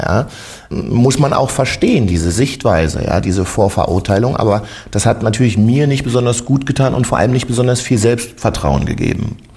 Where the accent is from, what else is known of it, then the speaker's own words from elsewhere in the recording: Germany; Da gab es ja jetzt noch nicht so bei uns in der DDR Videos und so, aber um mal zu verraten, wir haben schon Möglichkeiten gehabt